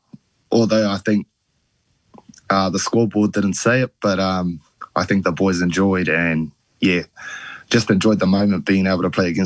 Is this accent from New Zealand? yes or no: yes; New Zealand; born there; I'm born in New Zealand, based in New Zealand.